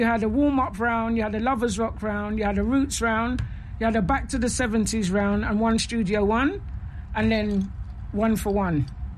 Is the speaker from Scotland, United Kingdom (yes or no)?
no; London, United Kingdom; born there; I was born in London, in Clapton. My parents are from Grenada.